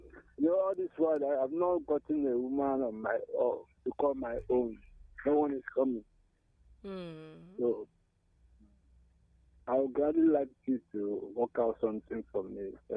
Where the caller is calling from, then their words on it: Abagana, Anambra, Nigeria; I'm calling you from Abagana.